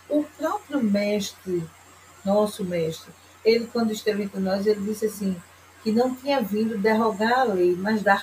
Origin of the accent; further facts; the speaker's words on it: Pernambuco, Brazil; Nós somos de Pernambuco. Estamos atualmente em Camaragibe, Pernambuco.